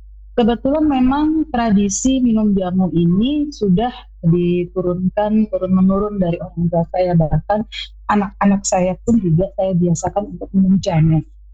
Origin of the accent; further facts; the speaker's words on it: Jayapura, Papua, Indonesia; Saya lahir besar di Jayapura. Saya sudah berkeluarga. Kebetulan saya kelahiran di tahun 87. Tahun 87, udah tua